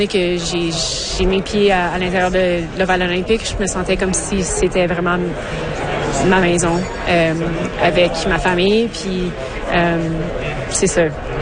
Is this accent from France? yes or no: no; Ottawa, Ontario, Canada; Je viens d'Ottawa. J'ai grandi à Ottawa, puis j'ai déménagé à Montréal pour le patinage de vitesse en courte piste